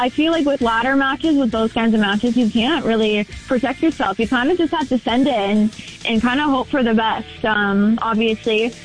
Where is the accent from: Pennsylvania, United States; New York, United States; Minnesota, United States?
Minnesota, United States; Minneapolis; It's my hometown.